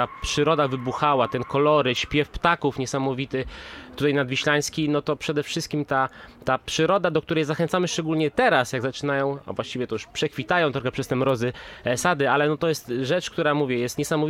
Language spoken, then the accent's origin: Polish; Kępa Radwankowska, Masovian Voivodeship, Poland; wychowywałem się u dziadków w dużej mierze, czyli na Kępie Radwankowskiej, właśnie nad brzegiem rzeki